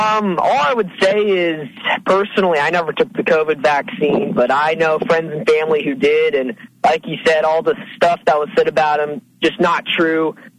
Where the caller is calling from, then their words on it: California, United States; from California.